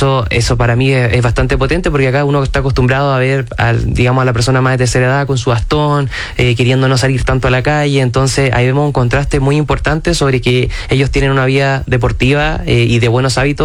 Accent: Chile

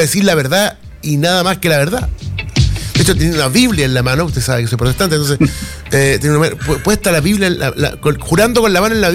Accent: Valparaíso, Chile; Soy de Valparaíso. Ah, no me diga, sí, le digo. ¿Y de qué región? ¿De qué región? De Valparaíso. ¿De qué ciudad? De Valparaíso.

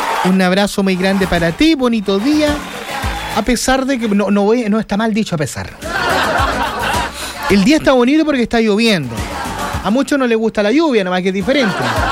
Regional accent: Chile; Nuestra región es así, nuestro país es así. ¡Somos chilenos!

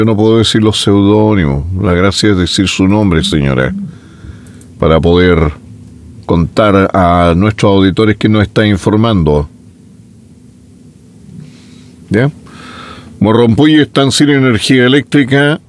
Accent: Chile

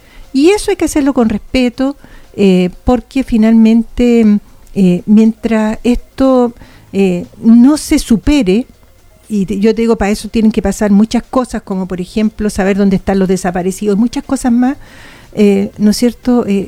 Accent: Chile; Uno como chileno bien nacido

